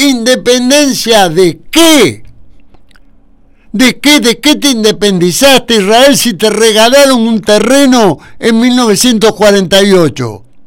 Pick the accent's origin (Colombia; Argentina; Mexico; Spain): Argentina